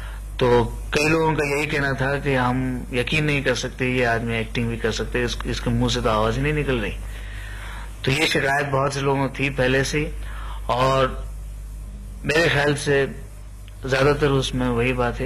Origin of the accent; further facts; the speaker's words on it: Surat, Gujarat, India; میں سورت کا رہنے والا ہوں, گجرات کا.